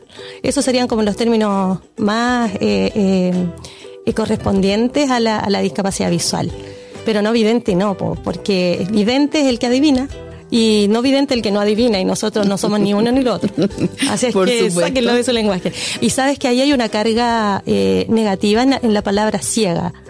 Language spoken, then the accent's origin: Spanish; Talca, Maule, Chile; born there; moved away as an adult; la típica broma de que yo nací en Talca